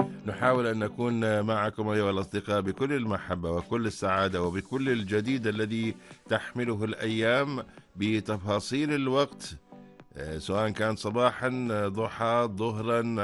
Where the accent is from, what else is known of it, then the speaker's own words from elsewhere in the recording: Oman; اللهم احفظ بلادنا سلطنة عمان واحفظ جميع المسلمين